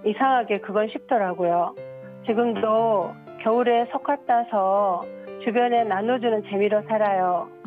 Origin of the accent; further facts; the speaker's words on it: South Jeolla, South Korea; moved away; 네. 친정이 전남 광진인데요.